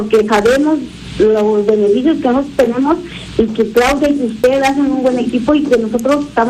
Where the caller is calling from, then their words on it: Libres, Puebla, Mexico; Yo soy del municipio de Libres, Puebla.